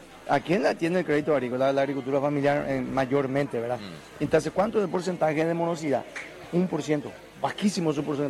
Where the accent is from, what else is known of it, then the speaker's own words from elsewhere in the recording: San Pedro, Paraguay; yo que provengo del departamento de San Pedro, hay muchos productores que ya le ven negocio a eso.